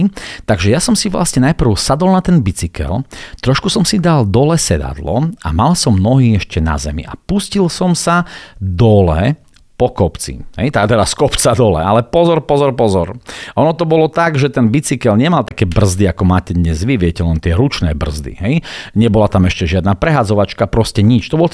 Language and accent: Slovak; Bardejov, Prešov Region, Slovakia; ja pochádzam z Bardejova a ešte z takej bytovky, ktorá sa volala K5-ka